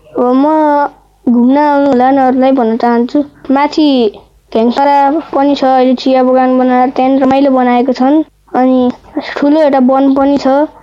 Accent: a village near Kathmandu district, Bagmati, Nepal; मेरो गाउँ चाहिँ अब काठमाडौँ जिल्लाको धेरै नजिक पर्यो

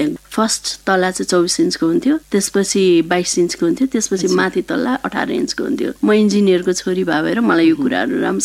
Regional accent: Kathmandu, Bagmati, Nepal; दिल्ली बजार पिपल बोर्डबाट यताभित्र हाम्रो एउटा पुरानो दरबार थियो, मेरो जन्म त्यहीँ भएको हो।

